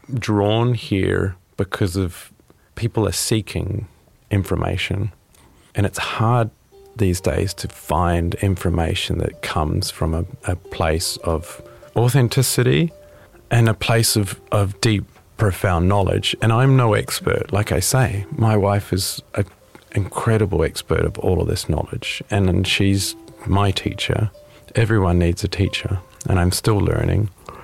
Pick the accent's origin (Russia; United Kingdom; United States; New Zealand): New Zealand; growing up in New Zealand